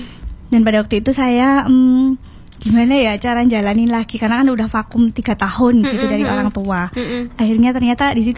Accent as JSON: {"language": "Indonesian", "town": "Pacitan", "region": "East Java", "country": "Indonesia", "said": "Jadi ini olahan serba tuna, ikan tuna dari Pacitan asli. Karena kebetulan saya dari Pacitan."}